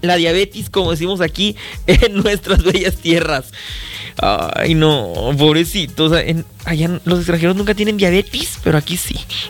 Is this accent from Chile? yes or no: no; Mexico; Como gran mexicano que nos encanta llegar tarde a todos lados.